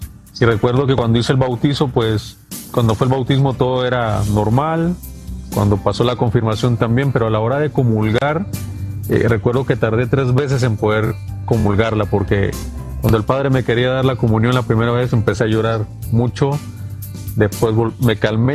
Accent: Honduras; now in Mexico; Nunca entré a una iglesia católica en mi país, Todo esto lo hice aquí en México, donde nace mi fe, digamos, católica

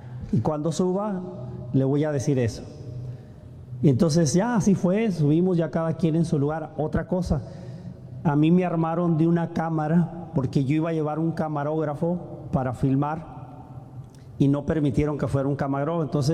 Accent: Tijuana, Baja California, Mexico

